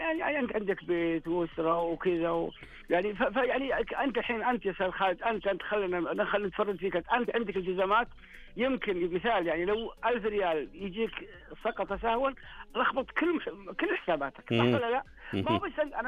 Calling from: Buraydah, Al-Qassim, Saudi Arabia

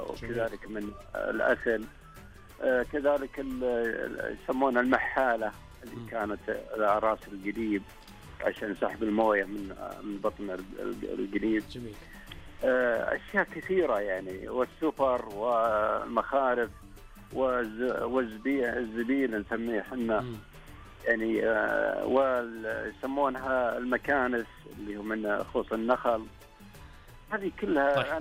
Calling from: Saudi Arabia; عندنا في المملكة العربية السعودية

